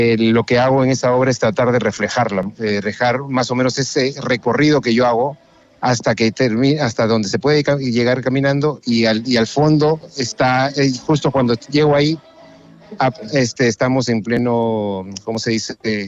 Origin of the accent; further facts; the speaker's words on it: Chimbote, Ancash, Peru; como yo soy de Chimbote es un puerto y siempre está obligado al mar, siempre está cerca del mar